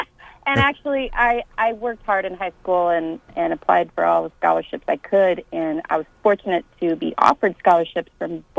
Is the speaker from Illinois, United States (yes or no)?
no; Concordia, Kansas, United States; I grew up in the 80s and 90s and grew up on a farm just west of Concordia.